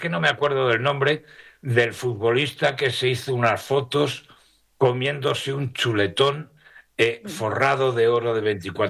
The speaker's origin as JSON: {"language": "Spanish", "country": "Spain", "said": "sí, yo soy español, español, español, pero me gustaría que España ganara"}